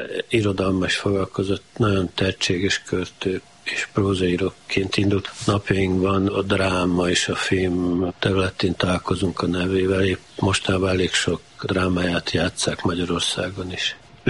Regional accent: Kanjiža, Vojvodina, Serbia; Mert Kanizsán volt az írótábor, és nyarantán az írók mindig Kanizsán voltak, tehát a szülővárosomba eljött a vajdasági irodalom

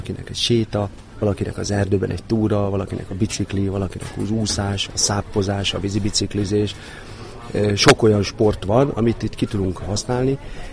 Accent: Vonyarcvashegy, Zala, Hungary; born there; mivel én ide születtem a Balatonra

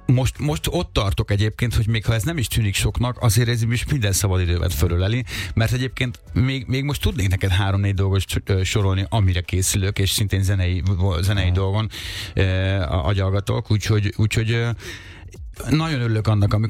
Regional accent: Lajosmizse, Bács-Kiskun, Hungary; also born or lived in Kecskemét; a szülővárosomban, vagyis abban a városban, ahol felnőttem, Lajosmizsén, mert Kecskeméten születtem, de ugye Lajosmizsén nevelkedtem

